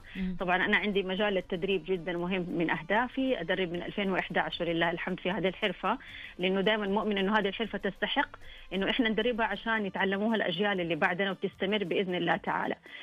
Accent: Saudi Arabia; هوية بلادي المملكة العربية السعودية

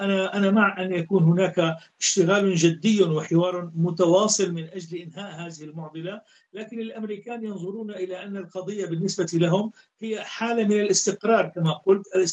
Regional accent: Syria

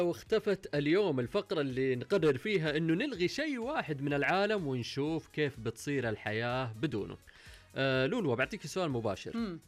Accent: Saudi Arabia

